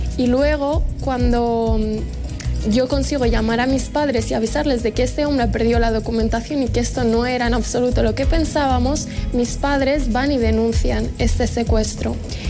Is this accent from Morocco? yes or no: yes; Morocco; soy de Marruecos. Tengo 21 años, soy estudiante de Derecho y Relaciones Internacionales